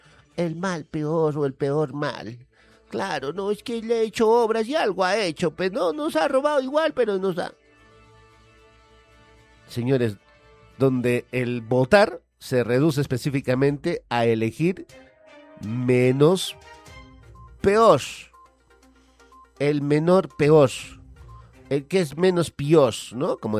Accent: Huancayo, Junín, Peru; mi pueblo, Huancayo, mi ciudad, mi gente del Tambo, la gente de Chilca.

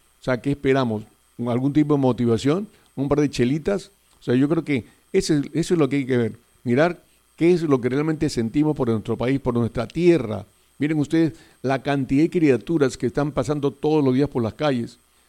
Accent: Peru; como peruanos que somos, porque nos sentimos orgullosos de esta tierra.

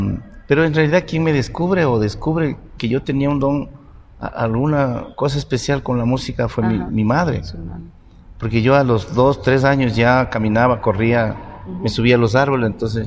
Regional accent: Pimampiro, Imbabura, Ecuador; somos de Pimampiro, en ese tiempo una parroquia, pero nosotros teníamos actividades en el campo, ¿no? Y bueno, mi mamacita además era negociante de los productos que se daban en mi zona

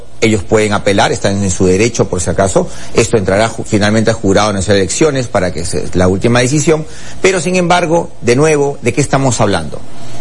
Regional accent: Peru; porque somos peruanos

